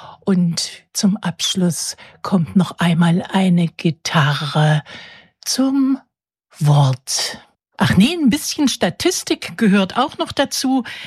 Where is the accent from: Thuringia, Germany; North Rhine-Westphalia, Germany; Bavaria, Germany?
Thuringia, Germany; Friedrichroda; born there; Friedrichroda ist auch mein Geburtsort. Ja, da bin ich besonders stolz drauf. Dieser kleine, wunderschöne Erholungsort im Herzen Thürings